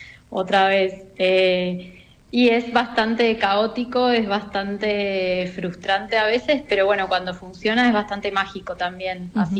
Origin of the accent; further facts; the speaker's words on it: Patagonia, Argentina; yo también me crié en la Patagonia, siempre lejos de las grandes producciones